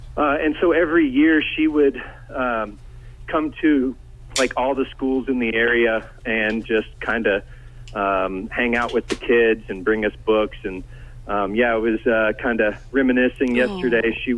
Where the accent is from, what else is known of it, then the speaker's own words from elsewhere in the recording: Knoxville, Tennessee, United States; Well, I mean, I grew up in East Tennessee, Knoxville